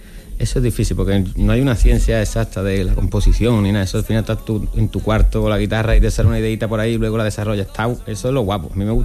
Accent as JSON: {"language": "Spanish", "town": "Seville", "region": "Andalusia", "country": "Spain", "moved": "as an adult", "lives_now": "Madrid, Spain", "said": "vuelvo a casa, que ya llevo un año viviendo en Madrid"}